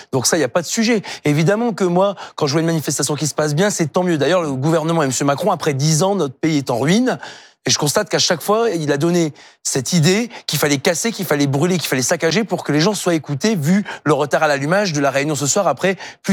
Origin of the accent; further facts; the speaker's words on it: Hauts-de-France, France; comme on dit chez moi dans le Nord.